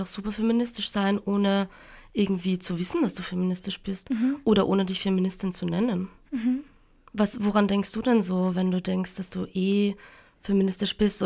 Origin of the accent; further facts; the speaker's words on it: Graz, Styria, Austria; moved away as an adult; now in Berlin, Germany; ich bin 28, bin in Graz aufgewachsen und wohne seit ein paar Jahren in Berlin